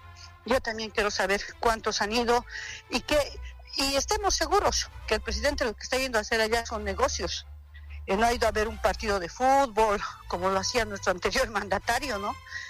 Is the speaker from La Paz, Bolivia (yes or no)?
yes; El Alto, La Paz, Bolivia; yo vengo de la ciudad del Alto, y si hoy día tú vas a las filas, hay diésel, pero no hay camiones